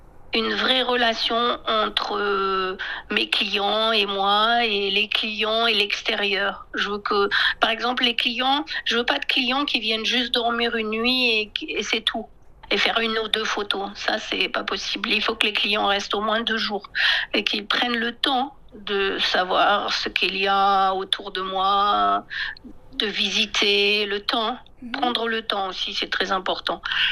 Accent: France; Pourtant, je ne suis pas du tout américaine, je suis française, mais bon, pour eux, ça veut dire étranger, quoi.

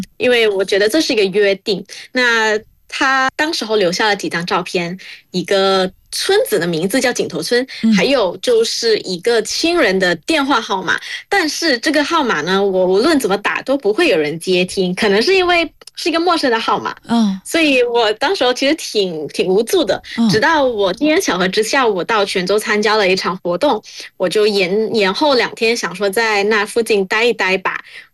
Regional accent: Malaysia; 作为一个土生土长的马来西亚华人，我们对中华传统文化的感悟其实不能只用浓厚两个字来概括

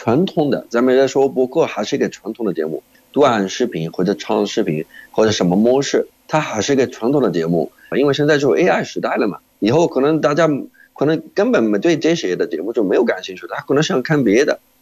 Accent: Jordan; Chinese is a second language; 我是来自约旦的

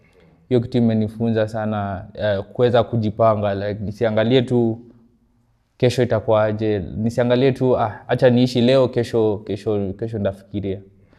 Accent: Nairobi, Kenya; Swahili is a second language; moved away as an adult; mimi ni kijana nimelelewa Kibera. Nimelelewa huko

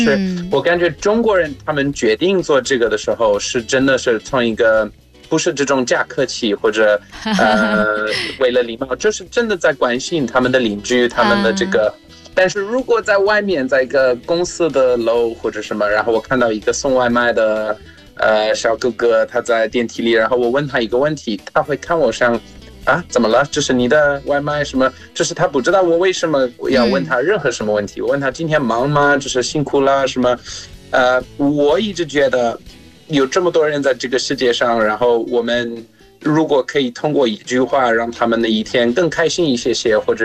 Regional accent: South Africa; Chinese is a second language; now in China; 在南非长大，我们必须说早上好下午好，连现在我跟我爸在一起在南非，或者他是葡萄牙人

